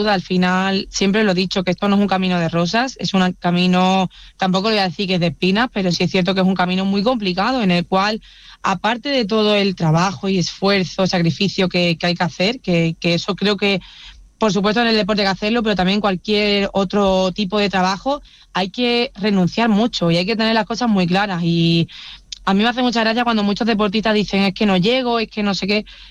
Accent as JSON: {"language": "Spanish", "town": "Huelva", "region": "Andalusia", "country": "Spain", "said": "cuando bajé a mi tierra, a Huelv"}